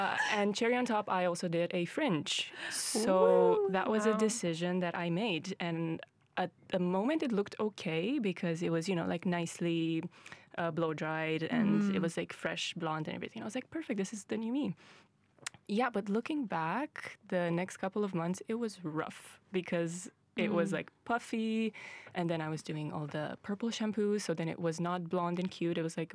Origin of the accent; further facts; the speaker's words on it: Romania; English is a second language; moved away as an adult; now in Netherlands; I was 18, and I was moving from Romania to the Netherlands.